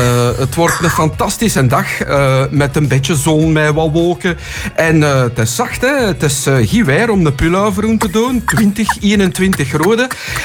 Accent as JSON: {"language": "Dutch", "region": "Flemish Brabant", "country": "Belgium", "tie": "born or raised there", "said": "Maar natuurlijk, ja, ik ben opgegroeid in het Brusselse, in het Pajottenland."}